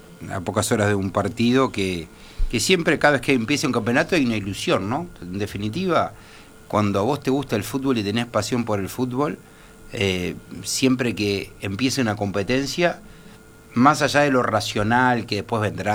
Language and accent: Spanish; Uruguay; es lo que sentimos todos los uruguayos